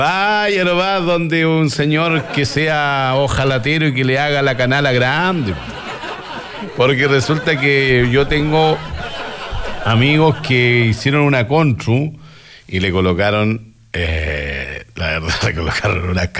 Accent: Chile; somos los chilenos

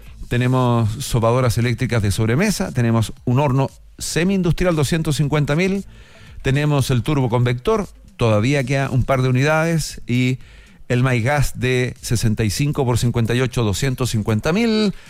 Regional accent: Villa Alemana, Valparaíso, Chile; No, yo soy de Villa Alemana.

